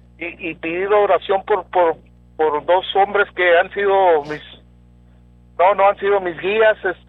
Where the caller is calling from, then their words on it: Eagle Pass, Texas, United States; Soy de Eagle Pass, Texas.